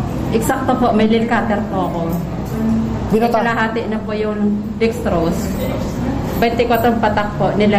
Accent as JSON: {"language": "Tagalog", "town": "Pinamalayan", "region": "Oriental Mindoro", "country": "Philippines", "said": "Pinamalayan."}